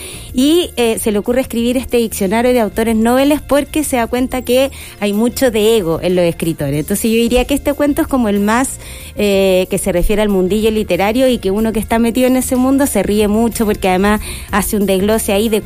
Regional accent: Chile

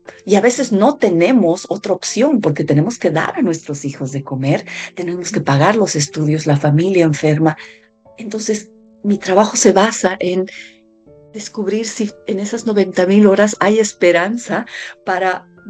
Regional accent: Bolivia; now in Hawaii, United States

